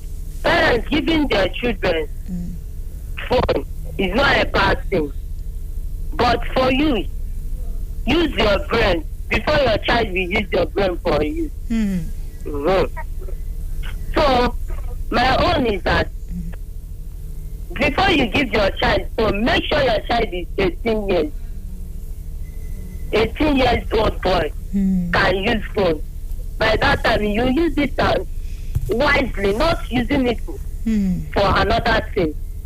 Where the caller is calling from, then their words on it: Nigeria; I'm calling from Abuleri.